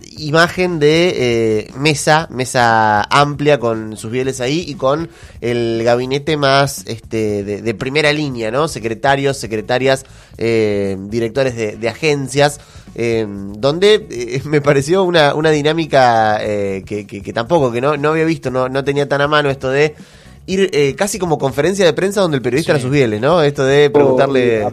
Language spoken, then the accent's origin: Spanish; Argentina